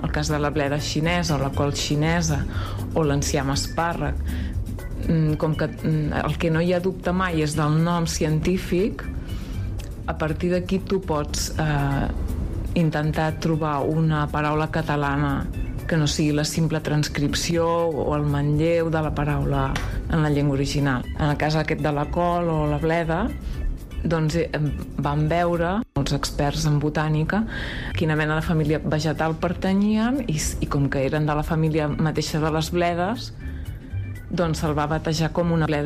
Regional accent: Catalonia, Spain; accent: Central Catalan; ja no diem gaspatxo, els que som del català central.

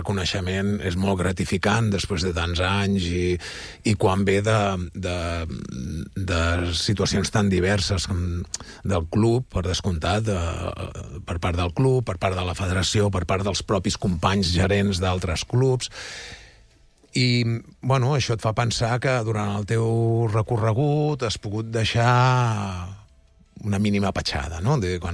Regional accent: Mataró, Catalonia, Spain; nosaltres som de Mataró

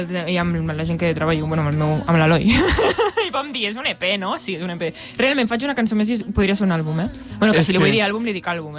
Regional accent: Catalonia, Spain; jo soc del poble del costat.

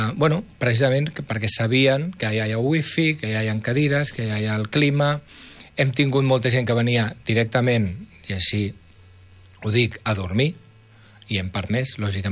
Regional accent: Barcelona, Catalonia, Spain; Jo sóc de Barcelona

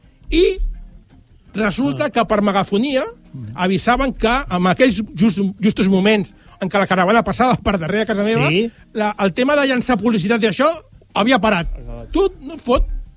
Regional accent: Catalonia, Spain

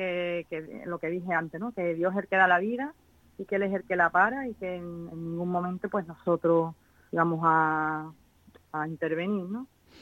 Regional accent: Jerez de la Frontera, Andalusia, Spain; Ya digo que somos de Jerez, fuimos en Sevilla y pedimos allí varias opiniones

